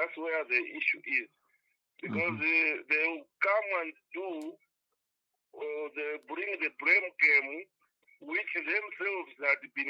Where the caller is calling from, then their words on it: Ndola, Copperbelt, Zambia; I'm calling from Mundora.